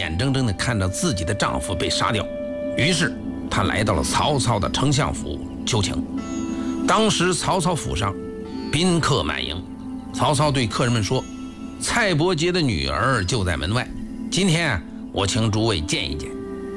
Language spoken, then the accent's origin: Chinese; China; 那是以我们中国人的名字命名的